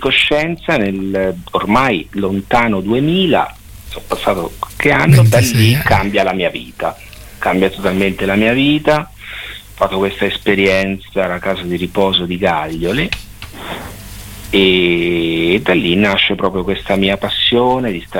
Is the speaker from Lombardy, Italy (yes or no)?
no; Esanatolia, Marche, Italy; Sì, io sono nato a San Severino Marche, però sempre vissuto ad Esanatolia.